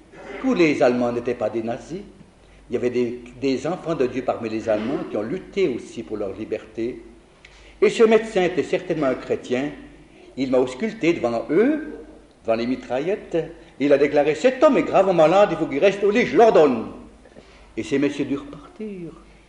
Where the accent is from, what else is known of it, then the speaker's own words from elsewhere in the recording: Italy; now in Paris, France; puisque je suis italien, à Paris chez moi, à domicile, et me dire, vous êtes italien, votre place est sur le front.